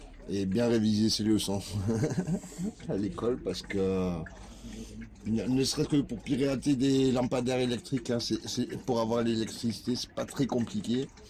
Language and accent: French; Belgium; now in France; Comme moi, je suis belge, enfin, je suis d'origine belge, je retourne là-bas